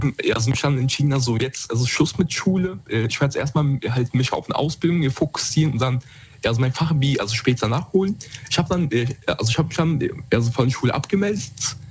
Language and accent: German; Koblenz, Rhineland-Palatinate, Germany; Also, ich komme aus Koblenz, Rheinland-Pfalz.